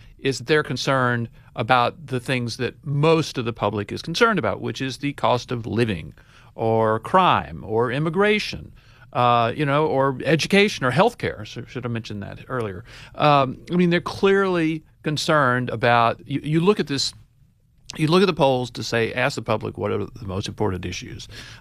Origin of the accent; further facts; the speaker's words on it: Alabama, United States; I'm from Alabama, but I hear there's a lot of football in Michigan